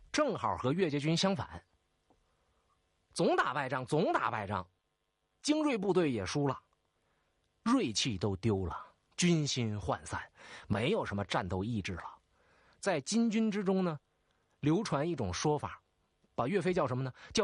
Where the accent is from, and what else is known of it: Northeast China, China; accent: Northeastern